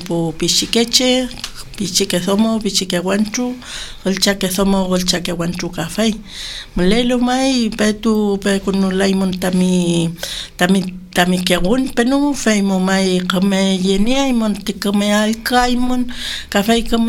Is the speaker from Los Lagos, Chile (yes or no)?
no; Carahue, Araucanía, Chile; yo vengo de Carahue, de un sector que se llama Collico Alto.